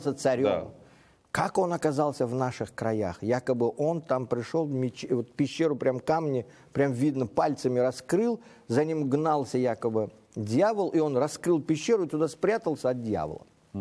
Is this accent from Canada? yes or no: no; Uzbekistan